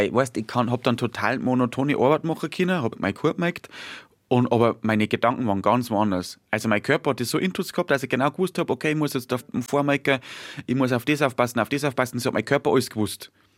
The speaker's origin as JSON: {"language": "German", "region": "Bavaria", "country": "Germany"}